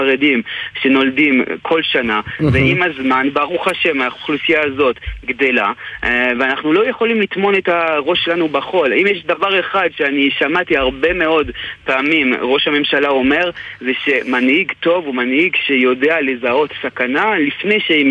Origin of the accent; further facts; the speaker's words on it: Canada; now in Israel; אני קנדי מנומס